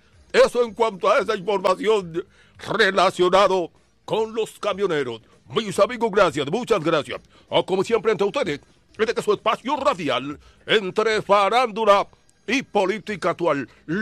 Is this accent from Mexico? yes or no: no; Dominican Republic; now in Boston, United States; Tanto problema que tiene mi tierra, señores.